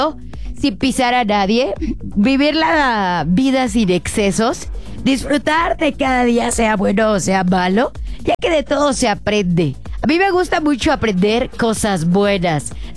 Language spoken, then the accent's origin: Spanish; Mexico; Porque así somos los mexicanos.